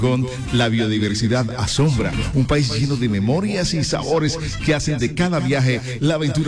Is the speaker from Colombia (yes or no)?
yes; Colombia; Yo soy de Colombia, el país de la bell